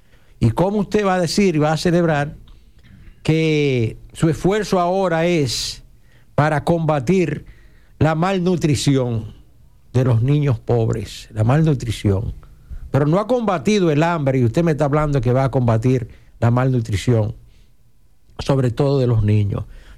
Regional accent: Dominican Republic; yo voy a decir simplemente como dominicano

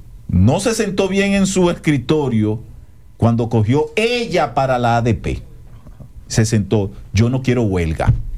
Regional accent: Dominican Republic

